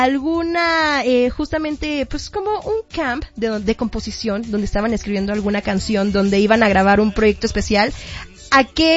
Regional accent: Acapulco, Guerrero, Mexico; yo soy de Acapulco, Guerrero. Entonces, saber que muchas de las canciones de … nacieron en mis tierras, que son guerrerenses.

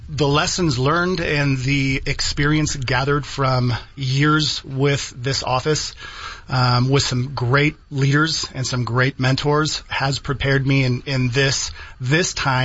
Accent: Topeka, Kansas, United States; also born or lived in Southern California; I did a lot of my younger growing up in Topeka, Kansas, before moving to Southern California as my dad was driving trains.

